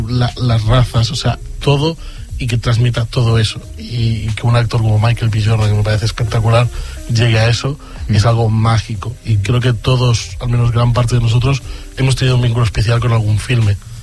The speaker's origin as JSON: {"language": "Spanish", "region": "Galicia", "country": "Spain", "said": "ahí me toca por mi tierra"}